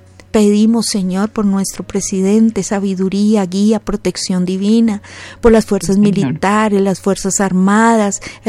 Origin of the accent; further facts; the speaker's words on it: Colombia; Perdónanos como colombianos